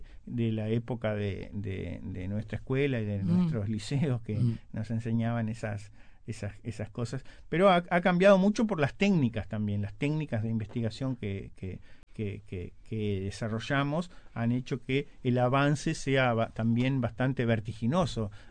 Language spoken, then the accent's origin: Spanish; Rivera, Uruguay; moved away; Yo soy de Rivera, vine a estudiar escribanía